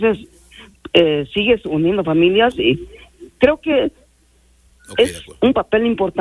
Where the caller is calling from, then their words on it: Tonalá, Puebla, Mexico; Yo soy aquí en Tonalá, Puebla.